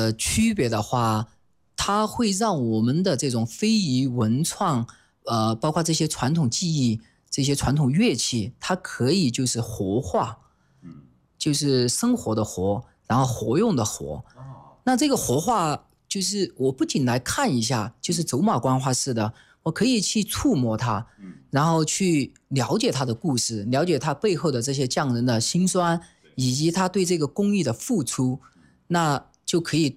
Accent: China; 作为中国人

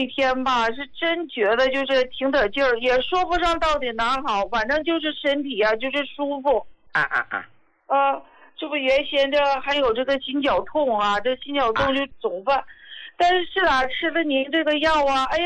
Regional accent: Daqing, Heilongjiang, China; 胡老师啊，我是大庆的。

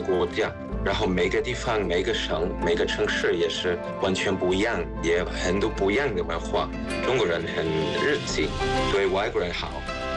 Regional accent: Trier, Rhineland-Palatinate, Germany; Chinese is a second language; moved away as an adult; also born or lived in Shanghai / Hong Kong; now in China; 我来自于德国特里亚，我住在中国8年，我在贸易公司在上海工作，我本科在德国读书

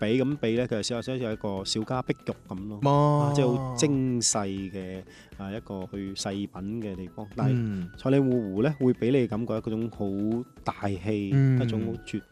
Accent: Guangdong, China; 同我哋廣東人

